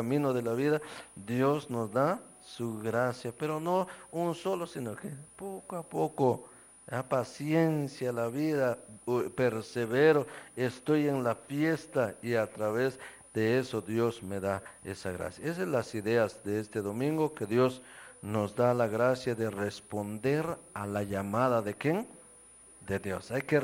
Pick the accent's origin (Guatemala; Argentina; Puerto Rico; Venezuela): Guatemala; nosotros como guatemaltecos